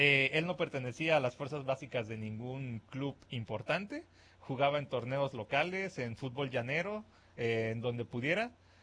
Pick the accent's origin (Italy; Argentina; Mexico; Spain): Mexico; Pues somos mexicanos, bueno, soy mexicano